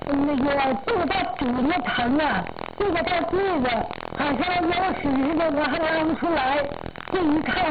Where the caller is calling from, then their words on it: Jilin, China; 我是吉林的